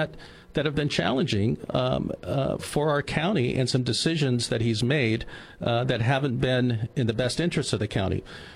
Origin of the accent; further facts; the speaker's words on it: Oceano, California, United States; I'm a guy that was born and raised in Oceano, grew up in a small business, Old Juan's Cantina.